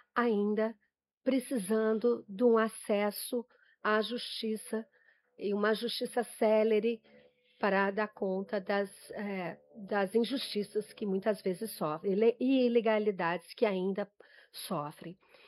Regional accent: São Paulo, Brazil; also born or lived in Rio de Janeiro; eu sou paulista. Eu sou nascida aqui. Então, eu me carioquei, a vida me cariocou, mas eu sou daqui.

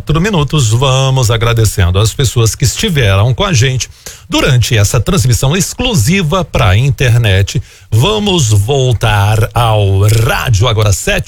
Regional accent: Goiânia, Goiás, Brazil; also born or lived in Brasília; será que eu sou de Goiânia? E vivi a vida inteira aqui, exceto um ano e pouco que eu passei em Brasília.

